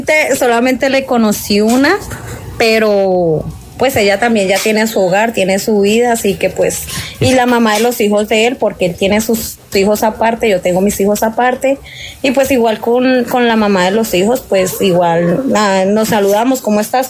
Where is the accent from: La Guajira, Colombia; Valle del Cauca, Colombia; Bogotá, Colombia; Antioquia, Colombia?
Bogotá, Colombia; uno allá en Bogotá, porque yo soy de Bogotá, uno allá en Bogotá amanece y se queda ahí donde amanece